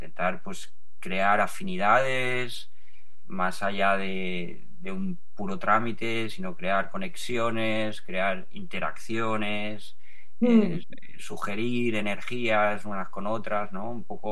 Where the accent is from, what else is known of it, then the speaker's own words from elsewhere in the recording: Barcelona, Catalonia, Spain; en mi ciudad, porque yo soy de Barcelona